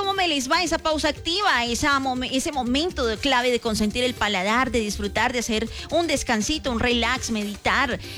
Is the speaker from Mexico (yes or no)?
no; Colombia